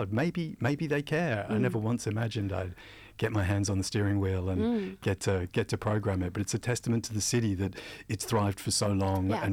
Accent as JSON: {"language": "English", "town": "Perth", "region": "Western Australia", "country": "Australia", "tie": "born or raised there", "moved": "yes", "lives_now": "Sydney, Australia", "said": "I grew up in WA in Perth."}